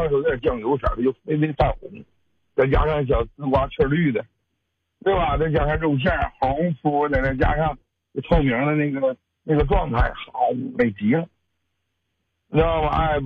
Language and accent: Chinese; Wafangdian, Liaoning, China; 你说我大连瓦房店，我家老家瓦房店的